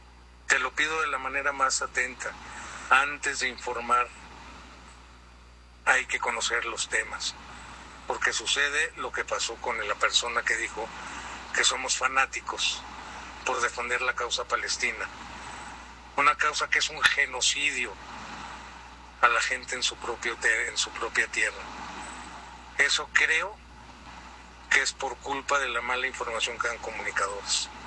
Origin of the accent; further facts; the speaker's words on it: Lebanon; Porque yo soy libanés y lo he vivido de primera línea.